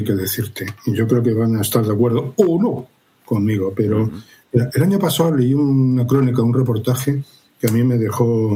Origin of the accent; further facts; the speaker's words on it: Madrid, Community of Madrid, Spain; born there; soy medio asturiano. O sea, cuando digo que soy madrileño es que nací en Madrid, vivo en Madrid, me gusta Madrid y quiero a Madrid, pero una parte de mí es asturiana.